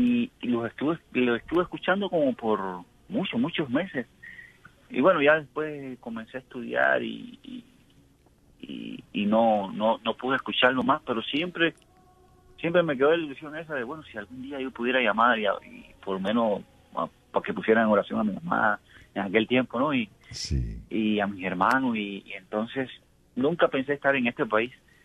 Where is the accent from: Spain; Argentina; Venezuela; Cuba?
Cuba; now in Houston, United States; Mire, yo soy cubano. No, yo vivo aquí en Houston. Y yo escucho su programa desde que yo tenía como unos 14 años en Cuba.